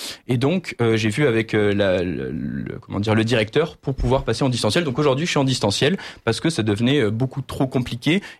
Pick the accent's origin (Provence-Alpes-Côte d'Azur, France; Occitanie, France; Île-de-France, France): Provence-Alpes-Côte d'Azur, France; moved away as an adult; now in Grenoble, France; je viens d'un petit village du Var, donc rien à voir